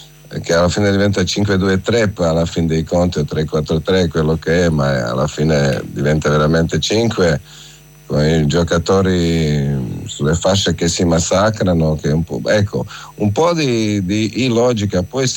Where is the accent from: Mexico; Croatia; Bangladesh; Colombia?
Croatia; Quindi seppur sono croato, però mio padre aveva una ossessione di Rivera.